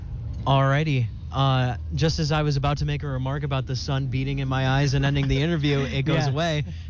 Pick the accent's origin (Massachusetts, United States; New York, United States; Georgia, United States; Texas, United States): New York, United States; Rochester; I'm also from the Rochester area.